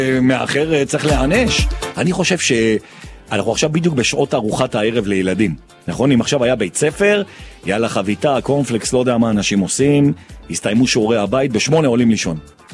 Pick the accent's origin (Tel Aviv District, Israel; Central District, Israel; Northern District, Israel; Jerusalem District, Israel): Jerusalem District, Israel; Jerusalem; גם אני ירושלמי בכלל.